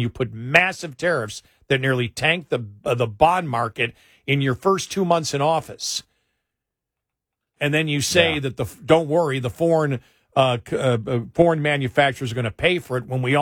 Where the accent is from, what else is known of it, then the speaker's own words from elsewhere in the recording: Buffalo, New York, United States; When you live there, and I grew up in Buffalo, it's a border town.